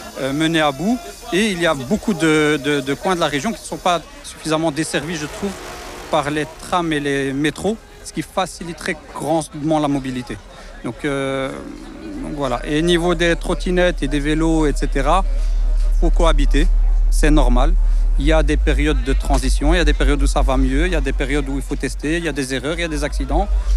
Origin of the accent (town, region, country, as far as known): Evere, Brussels-Capital Region, Belgium; born or raised there; now in Molenbeek, Belgium